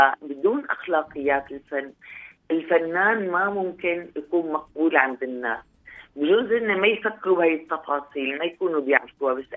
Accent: Damascus, Damascus Governorate, Syria; moved away as an adult; also born or lived in Russia; أنا صح من دمشق

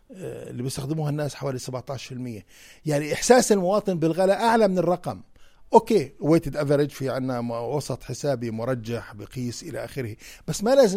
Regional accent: Jordan; عندنا في الأردن

